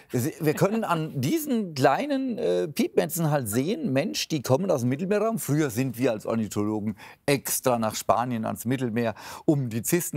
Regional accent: Büttelborn, Hesse, Germany; Und da wundern sich die Menschen in Wiesbaden oder in meiner Heimat bei Büttelborn.

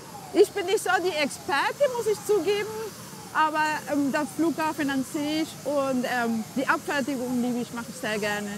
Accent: Argentina; moved away as an adult; now in Germany; Ich bin aus Argentinien. Ich habe Urlaub hier gemacht und dann habe ich meinen Mann kennengelernt. Und ja, dann waren wir zusammen und nach ein paar Jahren haben wir geheiratet und seitdem leben wir hier.

